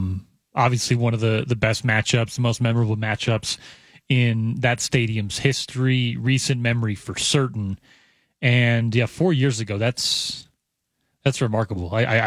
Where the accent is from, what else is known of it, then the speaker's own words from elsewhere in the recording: the West, United States; born there; I grew up in and around West Coast football